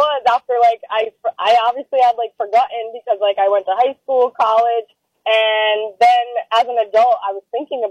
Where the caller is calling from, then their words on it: North Smithfield, Rhode Island, United States; I live in North Smithfield, but I am in Johnston heading to work in Wakefield.